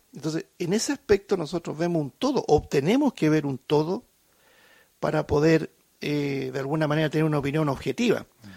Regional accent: Chile; somos chilenos, nacimos aquí

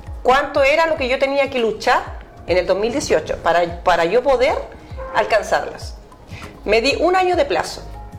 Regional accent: Tomé, Biobío, Chile; Yo nací acá en Tomé el 11 de diciembre de 1974. Ahí nací.

